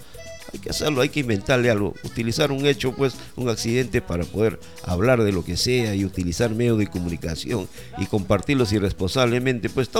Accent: Mazamari, Junín, Peru; soy masamarino, nací, crecí acá, mis hijos también nacieron acá y son masamarinos

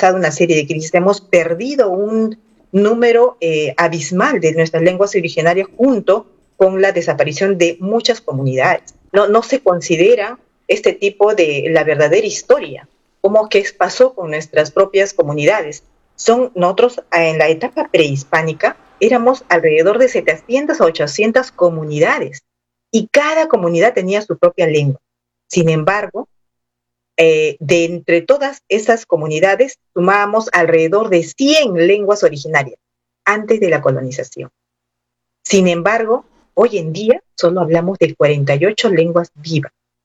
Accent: Tacna, Peru; born there; first language Aymara; Spanish is a second language; mi lengua materna es el aymara, que a todos los tacneños que hemos nacido en Tacna, tenemos nuestros orígenes en nuestra lengua originaria, que es el puquina.

